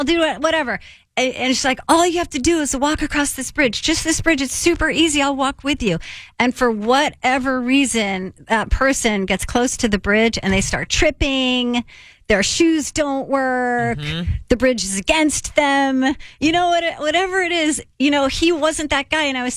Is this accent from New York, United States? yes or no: yes; New York, United States; I grew up in Austin, New York during the time